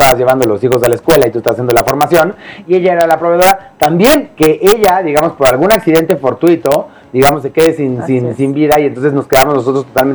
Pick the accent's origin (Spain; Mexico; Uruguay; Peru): Mexico; que tristemente, Pau, nosotros como mexicanos no tenemos una cultura de ahorro.